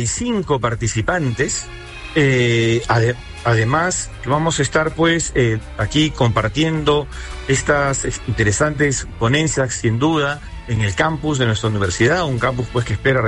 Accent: Peru

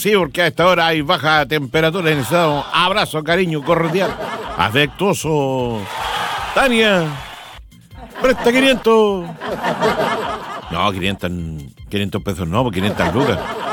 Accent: Chile; ¿Somos o no somos solidarios los chilenos?

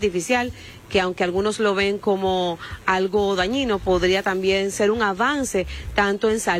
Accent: Dominican Republic; soy periodista del Grupo de Medios Telemicro de República Dominicana. Estuve en la actividad donde usted salió hace un momento. Allí participó nuestro presidente Luis Abinader

